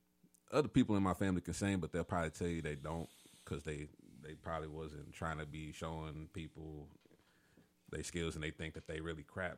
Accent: Illinois, United States; he from the Ville, my hometown, so that's another 217 repping right there.

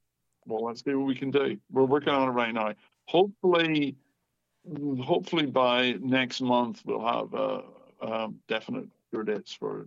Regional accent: Ireland; moved away as an adult; also born or lived in Leeds, England / Germany; now in Los Angeles, United States; I was born in Ireland, brought up there, and then I moved to the north of England, to Leeds, where we formed the band. And after that, I moved to Germany

